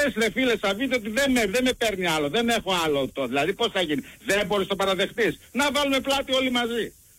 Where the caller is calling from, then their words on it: Netherlands; πάω Κολλανδία. Εδώ ήρθα εχθές από τη Θεσσαλονίκη.